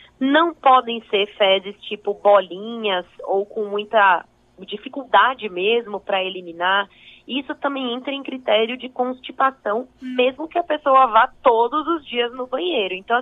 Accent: Rio Grande do Sul, Brazil; moved away as an adult; now in Bahia, Brazil; Eu sou do Rio Grande do Sul, mas fiz faculdade aqui na UFBA, na Federal da Bahia

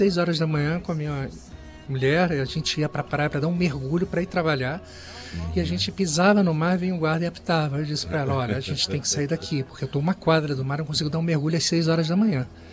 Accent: Rio de Janeiro, Brazil; born there; Eu sou carioca. Nasci na Avenida Rui Barbosa, aqui no Flamengo.

